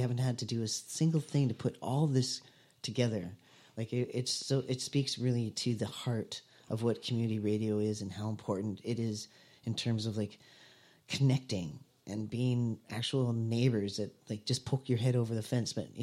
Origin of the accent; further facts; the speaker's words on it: Alberta, Canada; now in Penticton, Canada; I'm from Alberta, so it's not like that there.